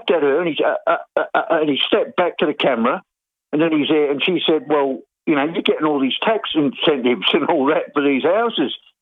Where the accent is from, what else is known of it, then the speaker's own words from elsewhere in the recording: Burundi; now in South Africa; And I've just opened up a shop. I come from Burundi, and I thought my family would be here.